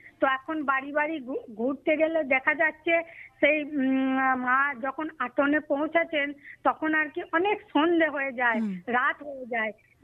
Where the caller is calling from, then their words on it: Bolpur, West Bengal, India; বোলপুরে বর্তমান থাকি, কিন্তু আমাদের বোলপুর থেকে মাত্র 7 কিলোমিটার দূরে আমাদের গ্রামের বাড়ি।